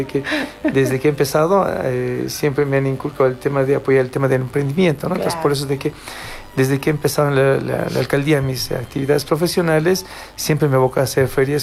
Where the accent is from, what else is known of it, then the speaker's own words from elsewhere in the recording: La Paz, Bolivia; Yo soy de La Paz.